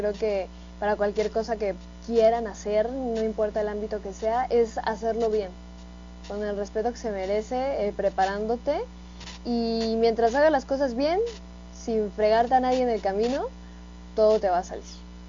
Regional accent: Mexico; En México ya he tenido la oportunidad de recorrerlo prácticamente casi todo, tocando y pues, obviamente seguir tocando en mi país, me encanta.

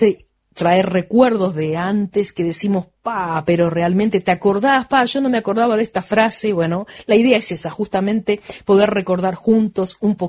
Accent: Uruguay; lo que somos como uruguayos

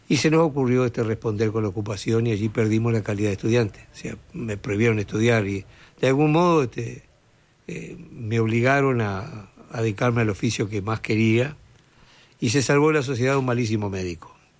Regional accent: Tacuarembó, Uruguay; moved away as an adult; now in Montevideo, Uruguay; En el 23 de abril, creo que fue, de marzo del 74, arranqué y no volví más a vivir a Tacuarembó.

